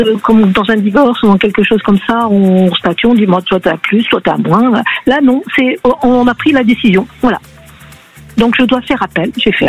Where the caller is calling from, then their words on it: Nouvelle-Aquitaine, France; Tout à côté de Bayonne.